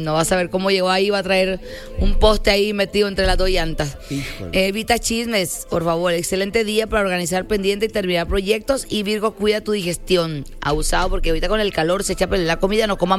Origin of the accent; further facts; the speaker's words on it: Caracas, Capital District, Venezuela; moved away; la venezolana de Caracas. Pero ahorita vivo aquí en Lindepe.